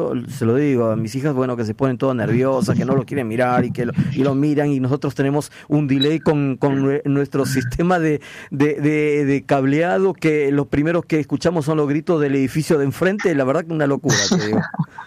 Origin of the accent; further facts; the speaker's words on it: Chiclayo, Lambayeque, Peru; yo soy de Chiclayo.